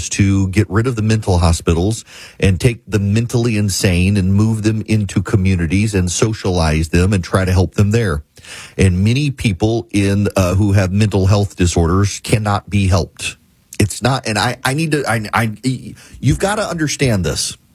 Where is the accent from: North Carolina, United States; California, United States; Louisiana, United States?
Louisiana, United States; Jackson; moved away as an adult; now in Georgia, United States; I grew up in Dubai. Yeah, we all know. I'm actually from Jackson, Louisiana. Jackson, Louisiana is a poor town from a poor parish in Louisiana.